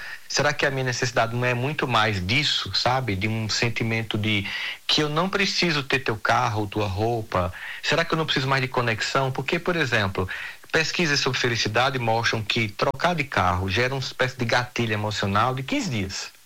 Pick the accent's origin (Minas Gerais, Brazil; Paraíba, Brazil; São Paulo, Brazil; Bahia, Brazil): Paraíba, Brazil; Campina Grande